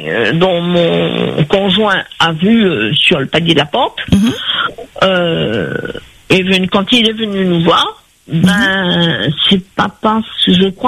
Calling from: Mauritius; Mon père était mauricien et moi aussi, je suis une mauricienne. Ma mère était réunionnaise.

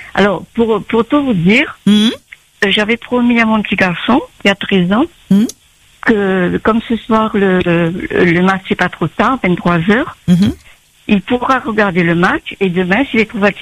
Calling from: Mauritius; De Maurice.

